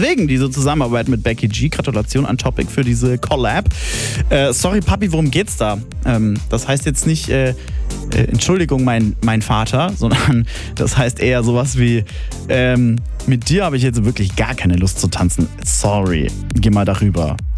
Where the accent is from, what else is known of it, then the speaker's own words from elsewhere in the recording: Bavaria, Germany; Leute, ich komme ja aus Franken und da sagen wir zum heutigen Tag schöner Donnerstauch.